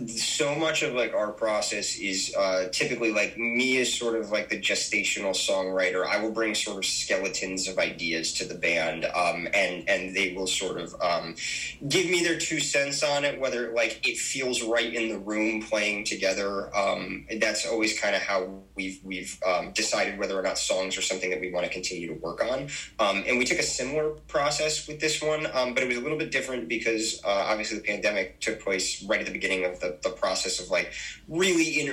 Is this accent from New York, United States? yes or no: no; Naugatuck, Connecticut, United States; We're from Naugatuck, Connecticut, which is, if you're not aware, a tiny little borough that's attached to Waterbury and over in New Haven County.